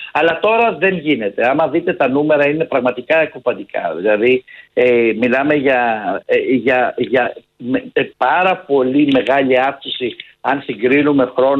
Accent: Greece; Εμείς ως Έλληνες είμαστε λίγο τυχεροί.

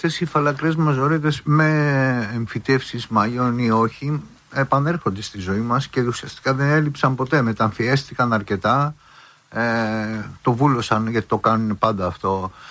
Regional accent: Athens, Attica, Greece; Εσύ μάλιστα και εγώ που μεγαλώσαμε στην Κυψέλη

